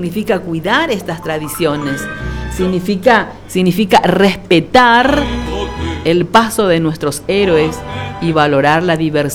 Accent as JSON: {"language": "Spanish", "country": "Paraguay", "said": "Somos la nación paraguaya."}